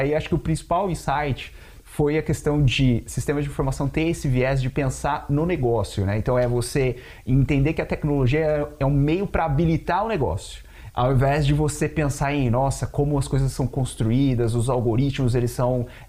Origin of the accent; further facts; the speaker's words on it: Bauru, São Paulo, Brazil; Eu brinco que eu literalmente cresci dentro da unidade de Bauru